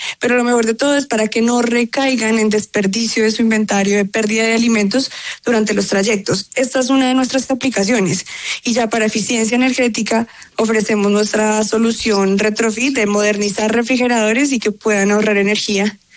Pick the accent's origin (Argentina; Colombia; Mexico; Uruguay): Colombia